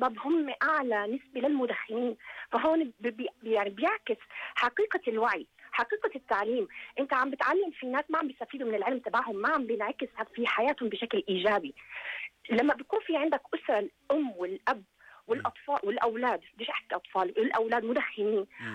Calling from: Jordan; إحنا كمجتمع أردني

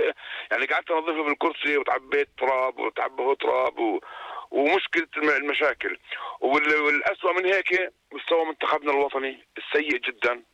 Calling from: Jordan

